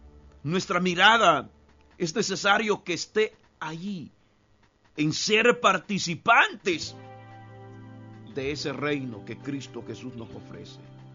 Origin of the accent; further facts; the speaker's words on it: Chalchuapa, Santa Ana, El Salvador; mi lugar de donde yo vengo, hay lugares donde las personas ahora, hermanos, Charchuapa